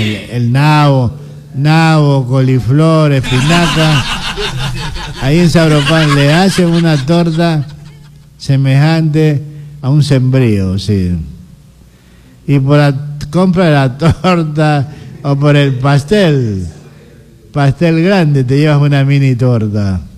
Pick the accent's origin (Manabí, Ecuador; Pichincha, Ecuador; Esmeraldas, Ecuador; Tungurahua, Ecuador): Esmeraldas, Ecuador; now in La Troncal, Ecuador; Un saludo para mi tierra también. Paraíso, sol, mar y arena. Siempre nos sintonizan en Esmeraldas, vea.